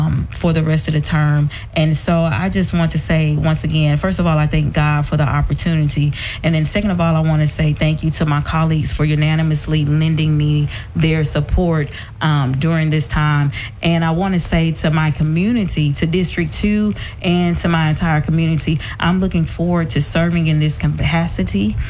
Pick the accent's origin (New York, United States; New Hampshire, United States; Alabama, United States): Alabama, United States; Tuscaloosa; in all of Tuscaloosa. Like, I've never seen so many people in my hometown